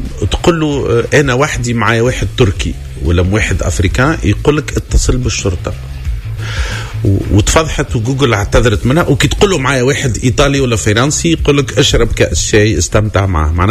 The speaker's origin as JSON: {"language": "Arabic", "country": "Tunisia", "said": "400 مطعم سياحي فقط عندنا في تونس"}